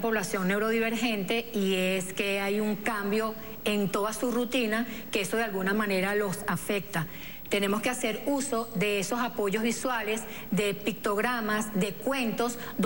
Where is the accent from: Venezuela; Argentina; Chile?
Venezuela; nosotros los venezolanos